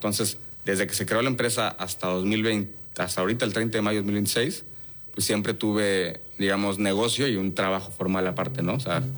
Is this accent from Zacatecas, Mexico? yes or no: no; Tapachula, Chiapas, Mexico; moved away as an adult; now in Mérida, Mexico; tengo 27 años, soy de Tapachula, Chiapas. Ya llevo viviendo aquí 8 años en Mérida.